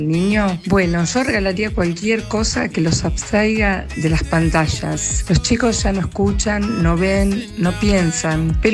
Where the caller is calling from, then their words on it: Buenos Aires, Argentina; de Balvanera.